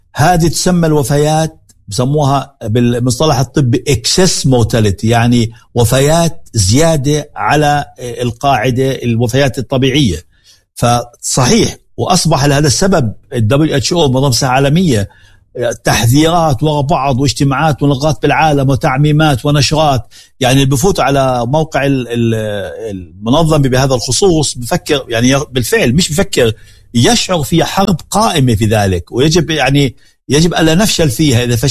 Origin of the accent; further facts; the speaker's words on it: Jordan; عندنا بالأردن